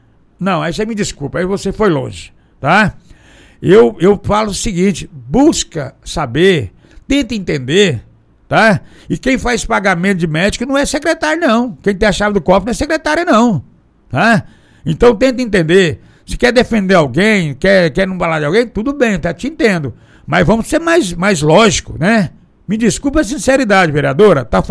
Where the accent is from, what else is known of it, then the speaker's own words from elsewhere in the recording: Barra do Garças, Mato Grosso, Brazil; eu sou de Barra do Garças